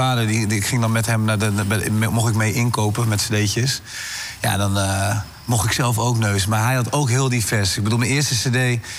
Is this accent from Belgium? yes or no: no; Amersfoort, Utrecht, Netherlands; Ik kom uit Amersfoort.